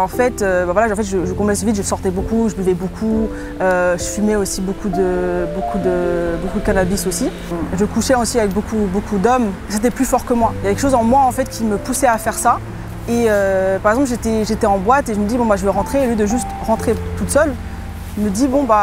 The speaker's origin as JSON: {"language": "French", "region": "England", "country": "United Kingdom", "tie": "born or raised there", "also_born_or_lived": "Switzerland", "said": "J'ai grandi un peu en Angleterre, un peu en Suisse."}